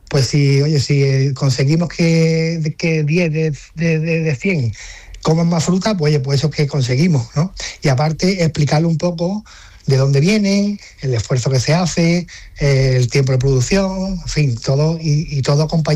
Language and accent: Spanish; Marbella, Andalusia, Spain; yo soy de Alabri Grande, con mucho cariño y mucho respeto, pero yo me crié en Marbella